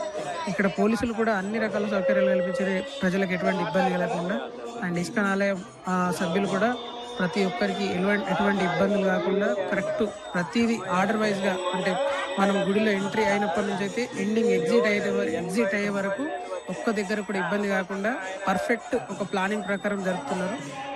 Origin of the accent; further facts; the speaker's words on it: Vaddadi, Andhra Pradesh, India; మాది ఇక్కడ వడ్డాడి గ్రామం. దీనికి ఒక 10 కిలోమీటర్ల దూరంలో ఉంటుంది.